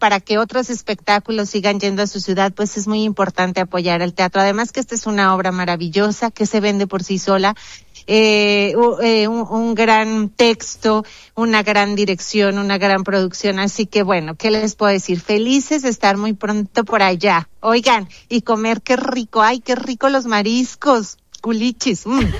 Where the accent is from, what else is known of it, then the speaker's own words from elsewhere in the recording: Durango, Mexico; moved away; yo soy de provincia, yo soy de Durango